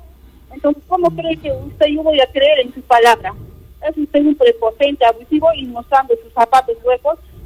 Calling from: Arequipa, Peru; Yo estoy llamando de Alto Caima

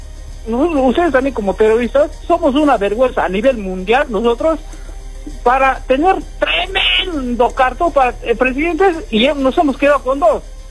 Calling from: Arequipa, Peru

